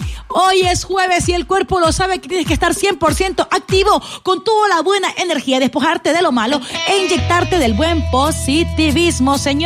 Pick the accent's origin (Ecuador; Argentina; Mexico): Ecuador; Manabí; now in Loja, Ecuador; gente de mi tierra, Manabí